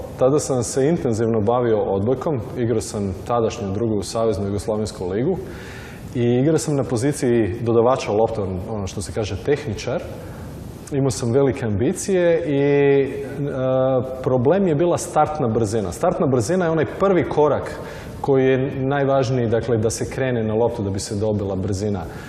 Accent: Zagreb, Zagreb County, Croatia; imam 42 godine, iz Zagreba sam

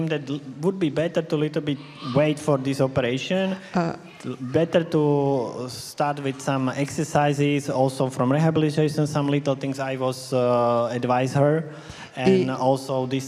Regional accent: Banská Bystrica, Banská Bystrica Region, Slovakia; English is a second language; my city where I am from Banska Bystrica.

